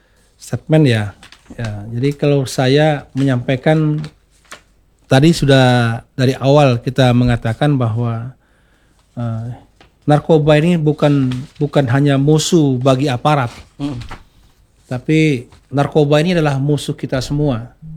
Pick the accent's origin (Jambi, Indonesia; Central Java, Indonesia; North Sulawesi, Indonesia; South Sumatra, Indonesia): South Sumatra, Indonesia; di kampung saya di Musyarawas